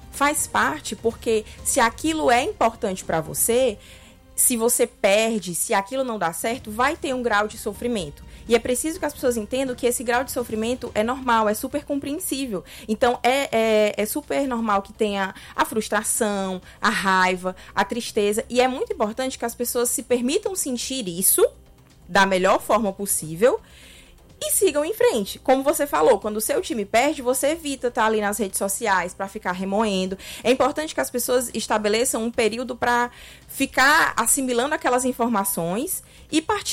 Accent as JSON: {"language": "Portuguese", "country": "Brazil", "said": "Todos somos brasileiros."}